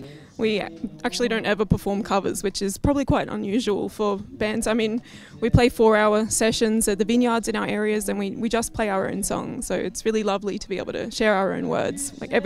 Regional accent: Mount Crosby, Queensland, Australia; now in Stanthorpe, Australia; So we're originally from Mount Crosby in the Brisbane area, but we've been in Stanthorpe for probably about 18 years now. So, yeah, we're calling ourselves local.

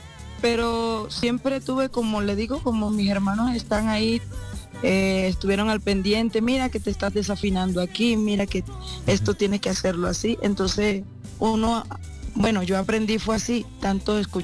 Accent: Sevilla, Magdalena, Colombia; also born or lived in Riohacha, La Guajira; Costeña, bueno. Señor, costeña. Nacida en Riohacha, Guajira, pero me crié cerca de Santa Marta, en un pueblo que se llama Sevilla, zona bananera.

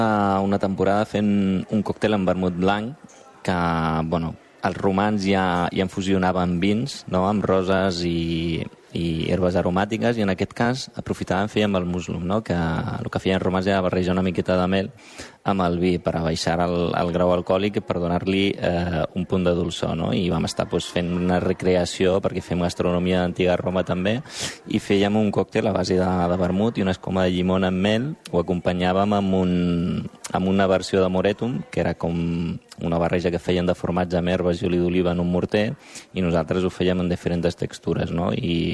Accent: Tarragona, Catalonia, Spain; Tarragona. Jo sóc de Tarragona.

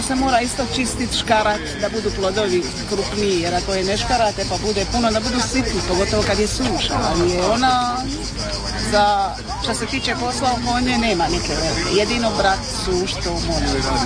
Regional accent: Dubravice, Šibenik-Knin County, Croatia; kod nas u Dubravicama

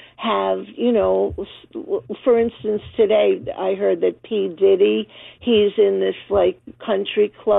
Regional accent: New York, United States; now in Florida, United States; I'm originally from New York, so it's very different here.

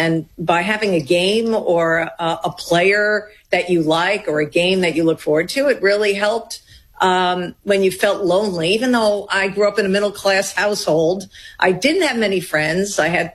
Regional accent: New York, United States; You know, I grew up on Long Island. I'm born in New York City.

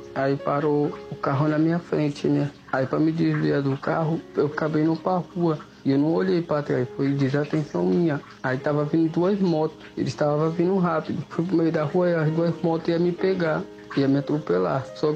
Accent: Santos, São Paulo, Brazil; eu sou de Santos.

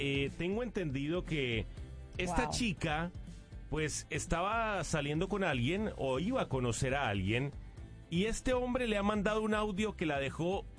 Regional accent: Colombia; suena colombiano, suena que es de mi tierrita.

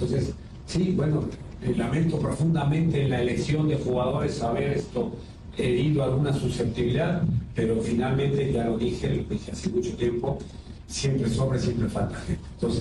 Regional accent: Mexico; Todos somos mexicanos, ¿no?

